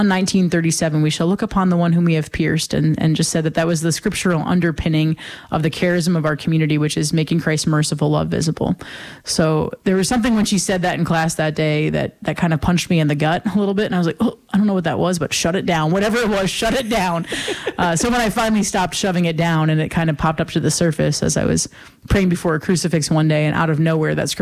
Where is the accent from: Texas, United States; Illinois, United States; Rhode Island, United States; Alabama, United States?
Rhode Island, United States; Pawtucket; moved away as an adult; also born or lived in Ohio; I grew up in Rhode Island, Pawtucket, Rhode Island, former home of the Pawtucket Red Sox.